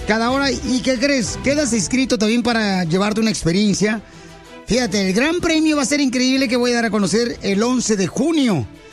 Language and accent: Spanish; Michoacán, Mexico; ¿a qué venimos de Michoacán, este país?